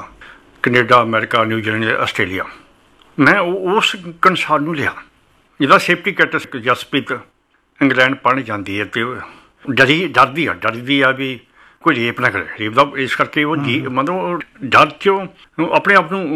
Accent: Punjab, India; ਅਤੇ ਸਾਡੇ ਪਿੰਡ ਤੋਂ 5 ਕਿਲੋਮੀਟਰ ਦੂਰ ਨਕੋਦਰ ਪੈਂਦਾ ਸੀ

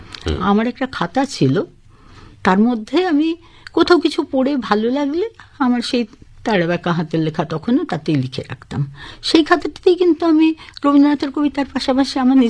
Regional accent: Varanasi, Uttar Pradesh, India; কেননা আমাদের বাড়ি তো বেনারসে, মানে আমরা 5 প্রজন্ম ধরে বেনারসে থেকেছি

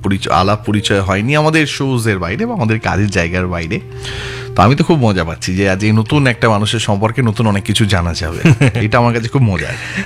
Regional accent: Medinipur, West Bengal, India; জানো তো আমার ভীষণ গর্ব হয়, কারণ আমি মেদিনীপুরের মেয়ে। অবিভক্ত মেদিনীপুরই তো ছিল স্বাধীনতা সংগ্রামের প্রধান ঘাঁটি।

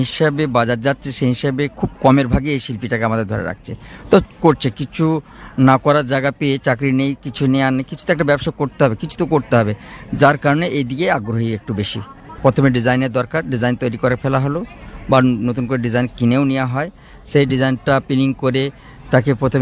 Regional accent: West Bengal, India; born there; হুগলি বাবনান থেকে আসি, ধনেখালি ব্লক।

